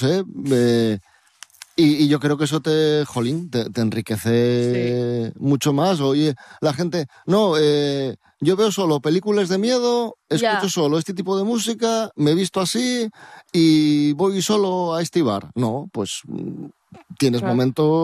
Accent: Asturias, Spain; me recuerda mucho a mi familia, a mis raíces y siendo asturiano y siendo de aquí, pues la lengua es parte de mi identidad, ¿no? Cuando escucho, o sea, cuando escucho a alguien hablar en asturiano, yo me siento en casa.

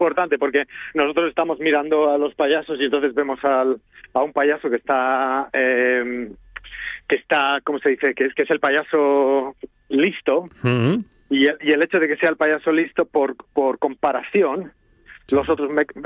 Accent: Bilbao, Basque Country, Spain; Mira, ahora estoy en Bilbao, que estoy intentando dar clases de vez en cuando aquí en mi pueblo.

